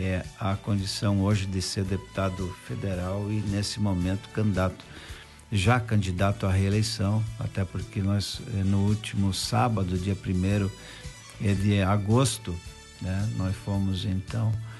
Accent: São Lourenço do Oeste, Santa Catarina, Brazil; São Lourenço do Oeste, que é a minha terra

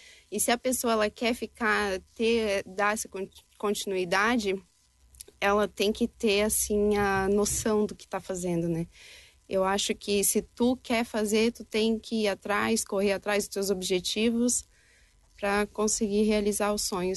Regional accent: Petrolândia, Pernambuco, Brazil; eu tenho 28 anos, sou do município de Petrolândia.

